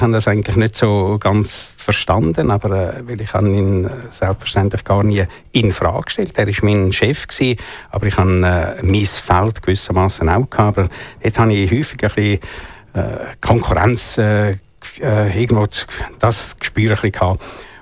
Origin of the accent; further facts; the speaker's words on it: Zurich, Switzerland; zwischendrin bin ich mal ein Jahr zu Paris gewesen, aber sonst bin ich, fühle ich mich durch und durch als Zürcher.